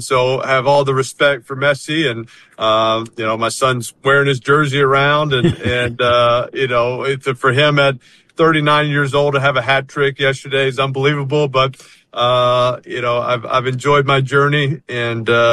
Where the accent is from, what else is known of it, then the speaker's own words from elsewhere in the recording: New Orleans, Louisiana, United States; I grew up in New Orleans. I knew what a parade was.